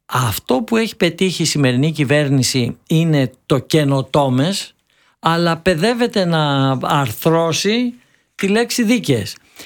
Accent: Greece; μάλλον σαν Έλληνας

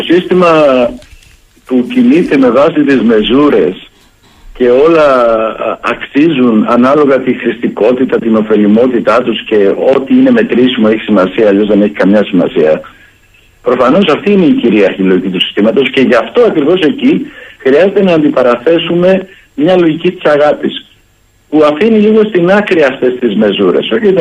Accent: Greece

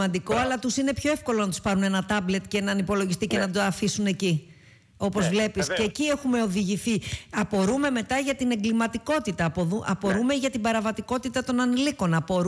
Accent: Aigio, Western Greece, Greece; στην πατρίδα μου στο Αίγιο

